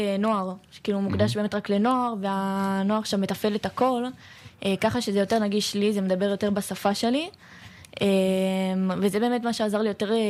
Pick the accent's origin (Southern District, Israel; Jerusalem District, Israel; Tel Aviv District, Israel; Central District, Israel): Southern District, Israel; Ofakim; born there; אני וערן גדלנו כאן יחד באופקים.